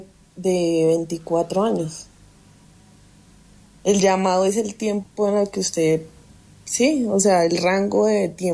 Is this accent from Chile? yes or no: no; Bogotá, Colombia; Yo que soy rola